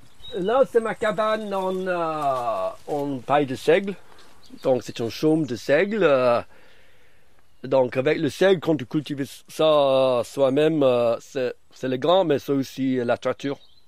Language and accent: French; Brittany, France; accent: Breton; French is a second language; J'ai appris le français en Bretagne.